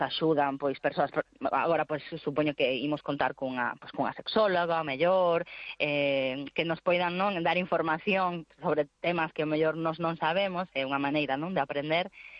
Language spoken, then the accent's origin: Galician; Galicia, Spain; temos moita experiencia de sair fora de Galicia e descubrimos que pois que en Galicia, claro, a ver, nós tamén somos creadoras galegas